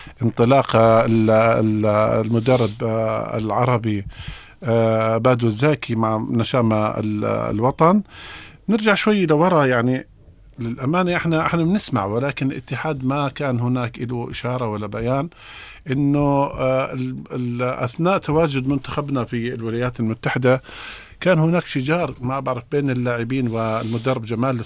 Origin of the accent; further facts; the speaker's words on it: Jordan; لأنه عاش بين كأردنيين